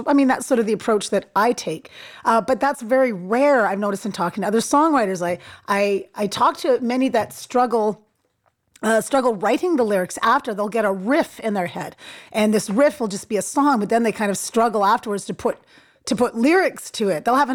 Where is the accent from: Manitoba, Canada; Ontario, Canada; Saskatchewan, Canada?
Ontario, Canada; growing up in Ontario, they always called it the May 2-4 weekend, you know, because it was around the 24th of May.